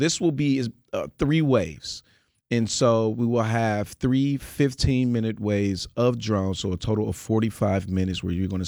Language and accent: English; Wisconsin, United States; I'm from Wisconsin.